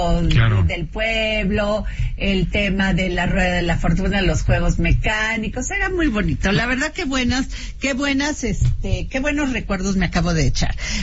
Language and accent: Spanish; Vega de la Torre, Veracruz, Mexico; Fíjense que allá en mi pueblo este día se celebra la fiesta de Santana, una gran fiesta del municipio de Vega de la Torre en Veracruz.